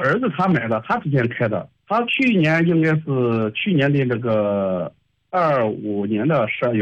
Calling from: Gongyi, Henan, China; 我是巩义的。

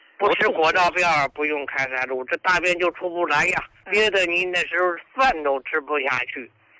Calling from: Hebei, China; 哎呀，胡老师，我是河北的，可是你的老朋友了呀。

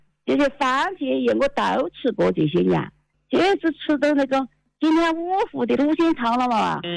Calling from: Kunming, Yunnan, China; 我是昆明的一个81岁的老太太

